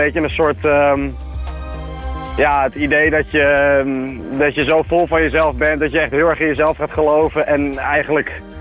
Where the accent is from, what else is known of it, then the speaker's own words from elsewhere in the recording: Haarlem, North Holland, Netherlands; We komen uit Haarlem, tenslotte.